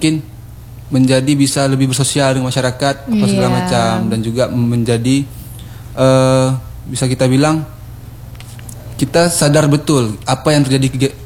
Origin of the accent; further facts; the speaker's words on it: Aceh, Indonesia; saya juga orang Aceh Barat, warga Aceh Barat.